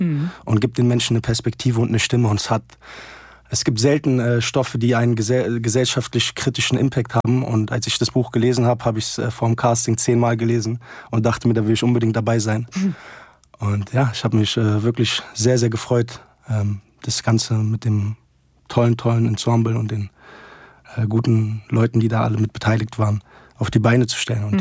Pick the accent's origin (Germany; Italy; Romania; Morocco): Morocco; Settat, Casablanca-Settat; moved away; Ich fühle mich mit beiden Ländern sehr, sehr verbunden und bin in Marokko geboren, in Settat. Das ist 40 Kilometer von Casablanca, das sagt wahrscheinlich den anderen eher was. Casablanca.